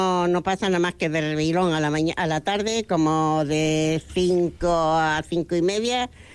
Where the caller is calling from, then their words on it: Extremadura, Spain; soy extremeña.